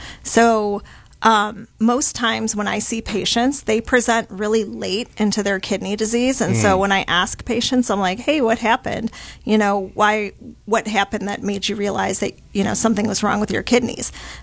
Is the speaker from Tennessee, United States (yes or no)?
no; Detroit, Michigan, United States; moved away; I'm originally from Detroit.